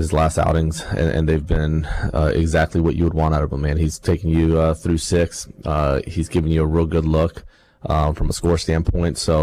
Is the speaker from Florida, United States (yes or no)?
yes; Miami, Florida, United States; from where we grew up in Miami